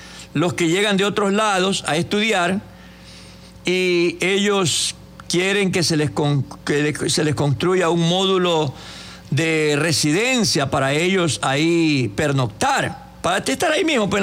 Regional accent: Peru; Yo soy peruano.

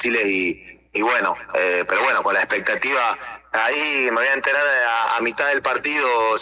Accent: Argentina; moved away; Lógicamente, como argentino, creo que nosotros vamos a ganar

